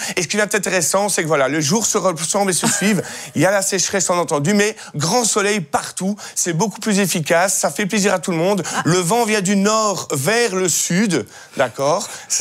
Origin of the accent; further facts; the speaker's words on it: Belgium; On est belge, on aime la Belgique